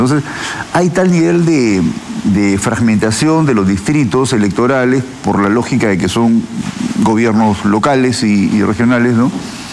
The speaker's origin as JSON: {"language": "Spanish", "country": "Peru"}